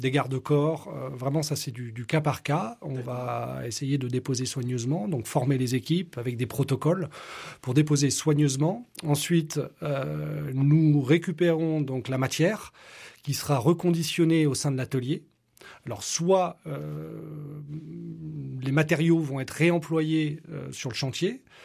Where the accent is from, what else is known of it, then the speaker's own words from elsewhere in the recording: Nouvelle-Aquitaine, France; Et j'ai eu envie de revenir en Charente, qui est ma terre natale, et de revenir après ces années d'expatriation.